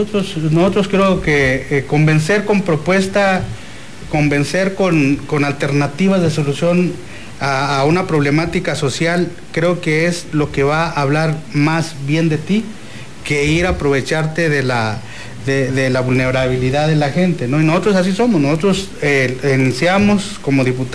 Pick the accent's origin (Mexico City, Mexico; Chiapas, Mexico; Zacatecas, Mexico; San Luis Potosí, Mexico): Zacatecas, Mexico; now in Tabasco, Mexico; De que soy zacatecano, orgullosamente soy zacatecano, pero ya soy más tabasqueño que zacatecano.